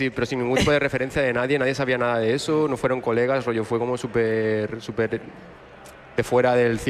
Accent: Valencian Community, Spain; al final somos de Entrenovelda y de Aspe.

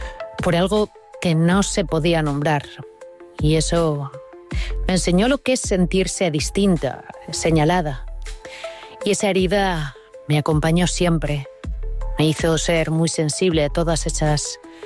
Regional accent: Galicia, Spain; first language Galician; Elegí el gallego porque era mi verdad, era mi lengua materna, era la lengua que se hablaba en mi tierra

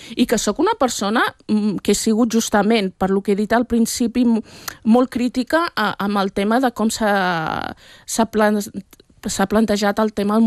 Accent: Catalonia, Spain; Llavors, com a catalana, com a espanyola, és que si jo n'és, diguéssim, excloent elements que m'interpel·len diàriament, uh-huh, des de la meva infantesa, seria absurd, no?

